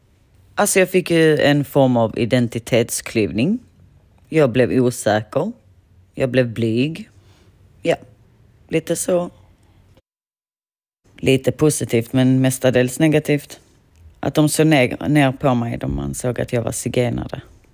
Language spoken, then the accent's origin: Swedish; Sweden; Jag är lika mycket romji som jag är lika mycket svensk